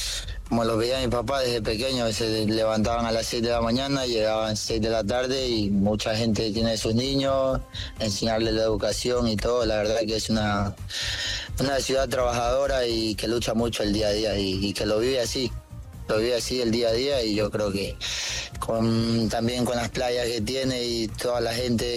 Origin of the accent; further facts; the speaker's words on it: Esmeraldas, Ecuador; Pues es una tierra muy, muy pequeña, la verdad, es una ciudad muy pequeña donde... donde hay gente que trabaja pues mucho